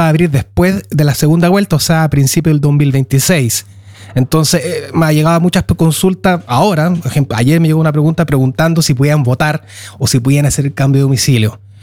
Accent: Chile; moved away; nuestras autoridades chilenas

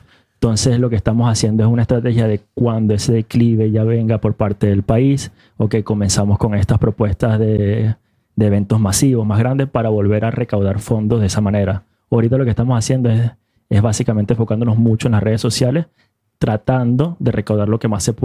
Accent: Venezuela; tuve la oportunidad como venezolano, fui a apoyar al evento que tuvieron ahí en Buxtabaya, en 43.

